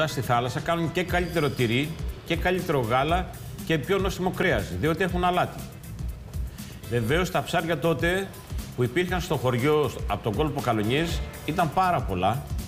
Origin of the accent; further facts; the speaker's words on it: Lesbos, North Aegean, Greece; born there; μυτιλινιό λάδι, ποιοτικό, το οποίο εγώ θυμάμαι από μικρός στο χωριό μου να έχουμε 7 ελαιοτριβία